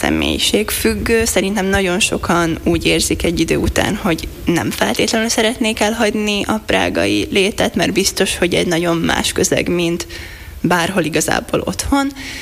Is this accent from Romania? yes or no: no; Šamorín, Trnava Region, Slovakia; moved away as an adult; now in Prague, Czech Republic; Még hogyha most már nem is feltétlenül Somorjában lakom, de hogy ott nőttem fel, de hogy most már falun lakunk a közelében